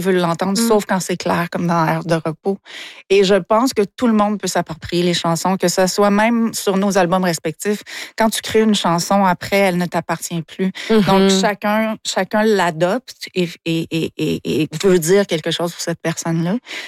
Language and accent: French; Hauterive, Quebec, Canada; Moi, je viens de Haute-Rive, donc sur le bord du fleuve.